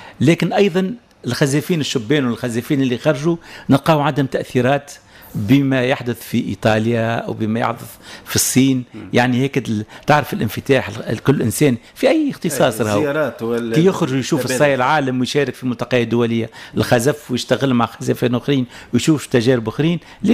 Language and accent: Arabic; Tunisia